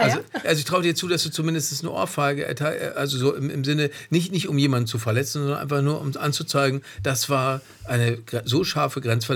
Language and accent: German; Dortmund, North Rhine-Westphalia, Germany; ich stamme aus Dortmund, das ist wie Offenbach.